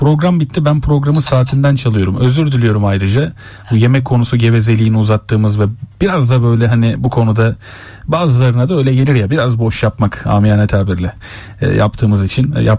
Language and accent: Turkish; Istanbul, Turkey; Bayrampaşalıyım.